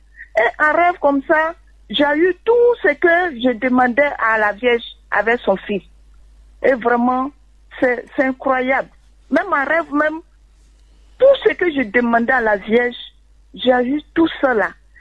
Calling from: Abidjan, Côte d’Ivoire; J'appelle de Abobo.

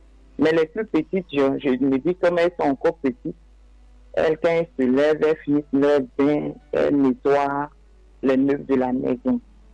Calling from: Abidjan, Côte d’Ivoire; J'appelle le Yopougon.

